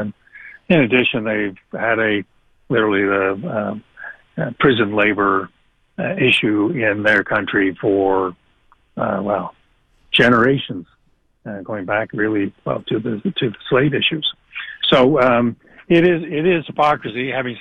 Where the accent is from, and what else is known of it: Canada